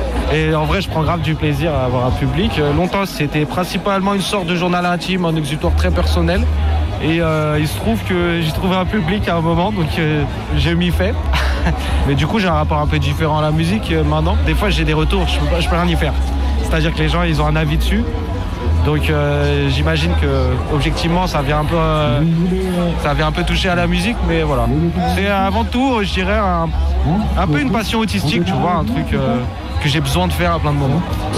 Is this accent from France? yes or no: yes; Lyon, Auvergne-Rhône-Alpes, France; Je suis de la Croix-Rousse, donc c'est un lieu que je vois tout le temps depuis que je suis petit.